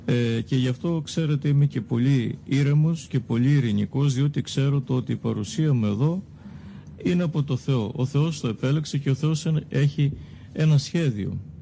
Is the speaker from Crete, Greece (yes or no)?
yes; Heraklion, Crete, Greece; moved away as an adult; now in Australia; γεννήθηκα και μεγάλωσα στο Ηράκλειο της Κρήτης, από μια φτωχή οικογένεια και άσημη οικογένεια.